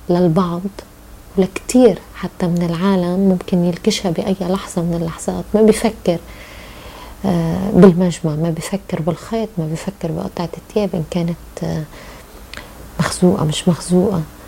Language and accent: Arabic; Lebanon; إحنا كلبنانيين علمتنا الحرب، قد ما نقلنا بيوت إنه تصير كل بيوت بيوتنا